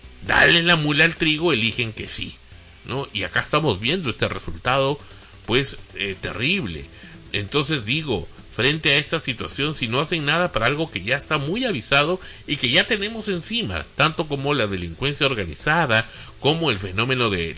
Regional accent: Peru; yo como peruano, como periodista, me siento realmente estafado por el Congreso anterior

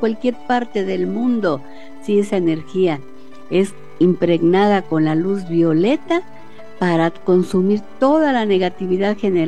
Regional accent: Mexico

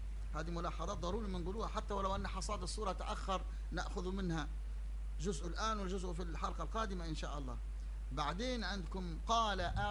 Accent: Libya; عندنا في الجنوب في الصحراء، حتى هنا في الصحراء في جنوب طرابلس الغرب

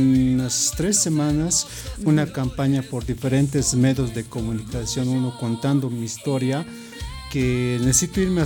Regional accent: La Paz, Bolivia; mi hermosa ciudad de La Paz.

